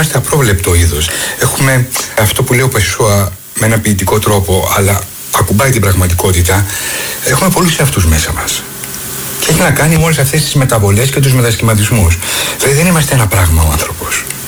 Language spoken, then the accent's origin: Greek; Rhodes, South Aegean, Greece; born there; Γεννήθηκα στη Ρόδο εκ παραδρομής. Ήμουν η δεύτερη εγκυμοσύνη της μητέρας μου.